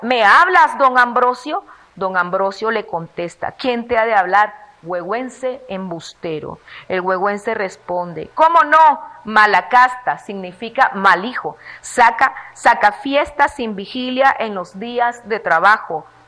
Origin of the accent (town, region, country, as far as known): Nicaragua